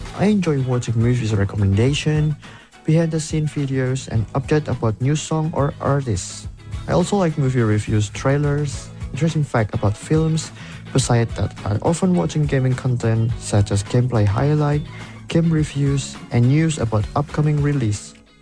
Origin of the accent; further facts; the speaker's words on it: Surakarta, Central Java, Indonesia; English is a second language; Hello teman Pro 2 … I'm from Surakarta.